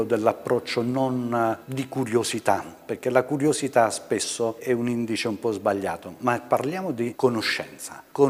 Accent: Calabria, Italy; moved away; io non sono un pugliese, io sono prestato alla Puglia, sono calabrese, ma vivo qui da 40 anni.

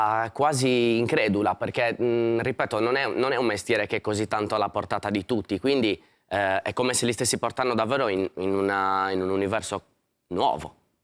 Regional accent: Buggerru, Sardinia, Italy; fuori da Bugerro, dal mio paesino

